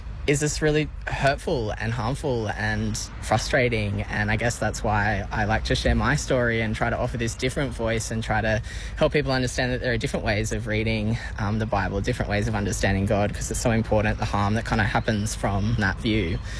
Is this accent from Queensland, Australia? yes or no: no; Tamworth, New South Wales, Australia; also born or lived in Sydney; now in Melbourne, Australia; I grew up in Tamworth, have been in Sydney, have been a pastor there, and now I'm down in Melbourne living a quiet life.